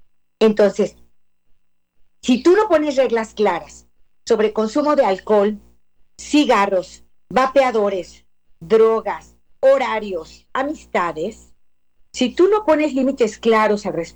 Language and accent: Spanish; La Paz, Baja California Sur, Mexico; estaban de misioneros en La Paz, Baja California, donde yo nací y viví mis primeros años.